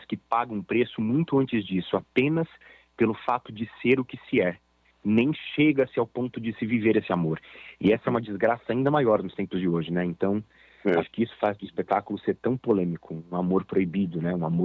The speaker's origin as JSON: {"language": "Portuguese", "region": "São Paulo", "country": "Brazil", "said": "me mudei para o Rio de Janeiro, sou de São Paulo, para fazer o espetáculo."}